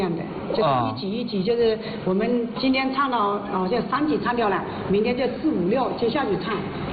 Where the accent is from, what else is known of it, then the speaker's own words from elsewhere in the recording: Yiwu, Zhejiang, China; 因为我们义乌呢就是听着道情长大的。从小呢也听到过他唱道情。